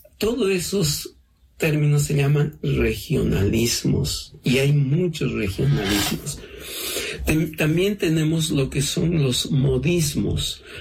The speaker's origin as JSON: {"language": "Spanish", "country": "Peru", "said": "tenemos esa dificultad nosotros como peruanos"}